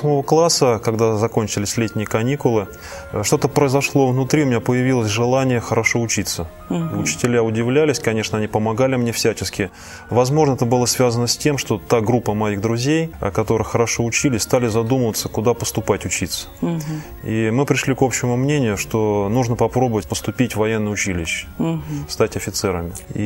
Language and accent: Russian; Volgograd, Volgograd Oblast, Russia; moved away as an adult; Я сам родом из Волгограда, прожил там до 17 лет.